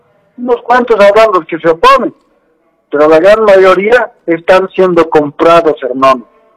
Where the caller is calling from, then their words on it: La Paz, Bolivia; estoy llamando desde La Paz.